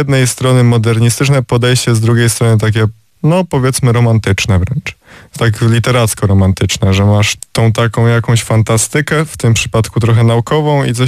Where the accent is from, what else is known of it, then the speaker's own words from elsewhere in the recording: Wrocław, Lower Silesian Voivodeship, Poland; jestem z Wrocławia tak od urodzenia, powiedzmy